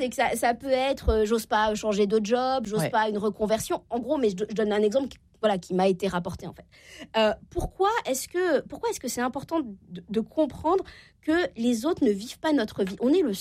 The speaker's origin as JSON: {"language": "French", "region": "Normandy", "country": "France"}